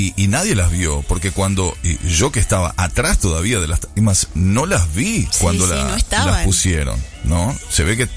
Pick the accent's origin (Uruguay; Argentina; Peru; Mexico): Uruguay